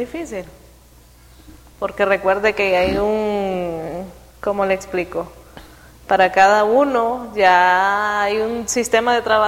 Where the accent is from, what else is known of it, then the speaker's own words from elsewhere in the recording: Honduras; como hondureños toca irnos acomodando